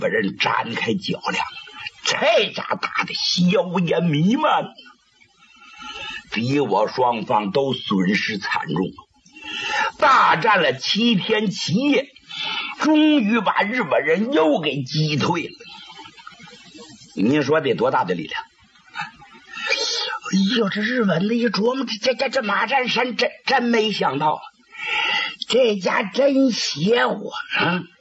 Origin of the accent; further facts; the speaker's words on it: Northeast China, China; 我小的时候就在伪满洲国呀，那时候还不知道怎么回事呢，就是东三省独立成立这么个伪满洲帝国，国都定到长春